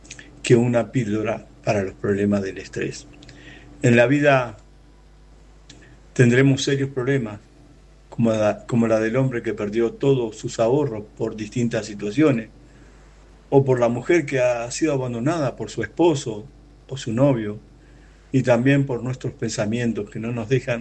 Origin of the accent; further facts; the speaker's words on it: Argentina; soy de Argentina